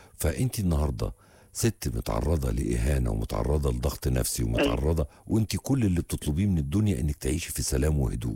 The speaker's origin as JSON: {"language": "Arabic", "region": "Upper Egypt", "country": "Egypt", "said": "احنا صعيدة، ما انا راجل صعيدي"}